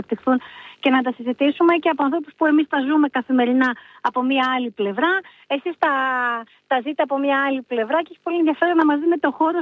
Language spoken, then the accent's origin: Greek; Kefalonia, Ionian Islands, Greece; Εγώ είμαι Κεφαλονίτισσα, αλλά ο άντρας μου είναι από την Άξο.